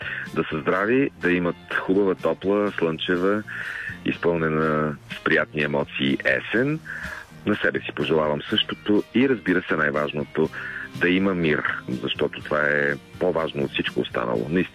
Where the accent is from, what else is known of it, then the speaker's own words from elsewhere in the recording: Botevgrad, Sofia Province, Bulgaria; едни мои приятели от Ботевград, от родния ми град